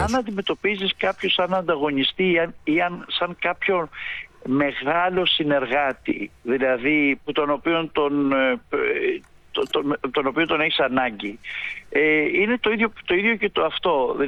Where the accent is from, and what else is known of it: Greece; now in China